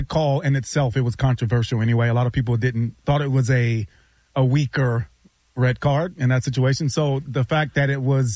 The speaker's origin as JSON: {"language": "English", "country": "United States", "said": "being an American, we probably feel that and take that stance."}